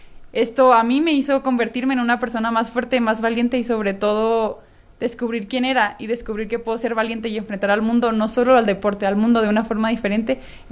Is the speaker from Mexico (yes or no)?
yes; Mexico; necesitamos el apoyo de cada uno de nosotros como mexicanos